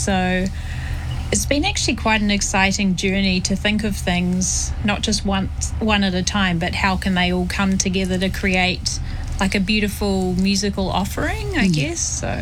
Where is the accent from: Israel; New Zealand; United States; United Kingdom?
New Zealand; Well, I'm Samoan Kiwi, so my mum was born in Samoa, and my dad is European